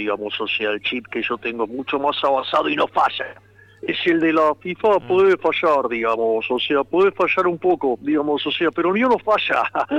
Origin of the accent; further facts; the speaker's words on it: Argentina; now in United States; O sea, ojalá que también nosotros como argentinos podamos celebrar y también poner nuestros colores patrios en Estados Unidos mañana 4 de julio.